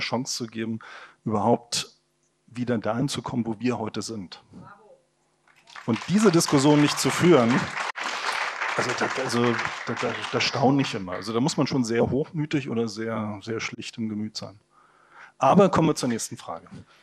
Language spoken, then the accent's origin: German; East Germany, Germany; als Ostdeutscher